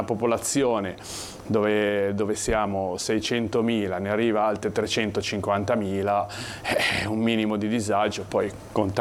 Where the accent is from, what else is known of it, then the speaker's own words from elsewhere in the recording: Genoa, Liguria, Italy; Da genovese le senti di più perché logicamente ce le hai in casa.